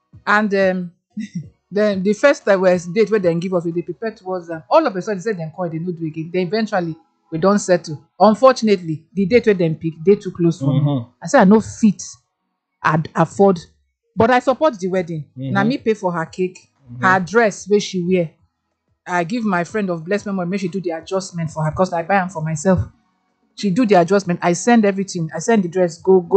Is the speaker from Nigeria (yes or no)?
yes; Lagos Island, Lagos, Nigeria; Okay. I came from Lagos Island.